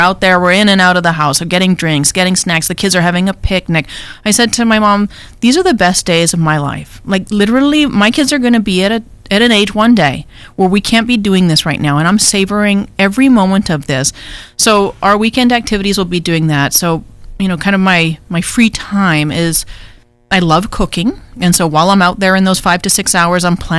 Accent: Vancouver, British Columbia, Canada; now in Southern California, United States; That's very different from where I grew up in Vancouver.

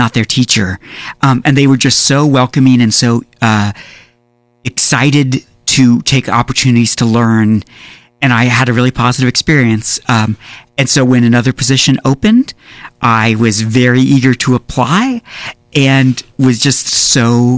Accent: Topeka, Kansas, United States; moved away as an adult; also born or lived in Albuquerque, New Mexico; I grew up in Topeka, Kansas, which is the capital of Kansas, about an hour from Kansas City. And it's not a super exciting town, but, you know, we're all from somewhere.

